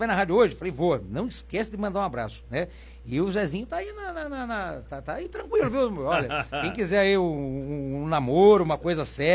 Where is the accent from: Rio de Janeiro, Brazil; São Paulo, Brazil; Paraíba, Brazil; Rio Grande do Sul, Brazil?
São Paulo, Brazil; Pindamonhangaba; Eu sou do Alto do Cardoso, sou corintinha